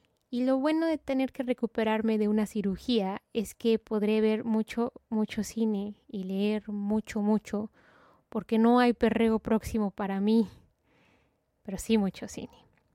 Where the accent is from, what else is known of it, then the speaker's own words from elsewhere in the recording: Mexico; muchos de ustedes saben que soy mexicana. Nací y crecí en México.